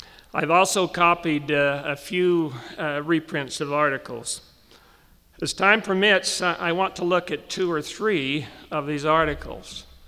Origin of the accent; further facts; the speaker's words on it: Ephraim, Utah, United States; Growing up in Ephraim in Sanpete County, I was acquainted and then only casually with four non-Mormons